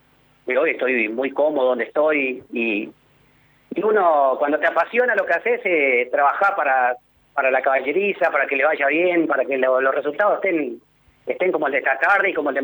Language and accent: Spanish; Florencia, Santa Fe, Argentina; moved away; Vine de un pueblito retirado bien al norte, de Santa Fe, Florencia.